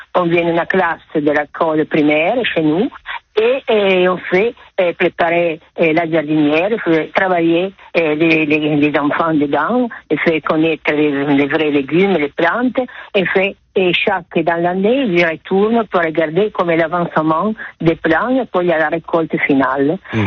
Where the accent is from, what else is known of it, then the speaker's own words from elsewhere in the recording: Italy; accent: Italian; French is a second language; now in Saint-Isidore, France; mon accent c'est italien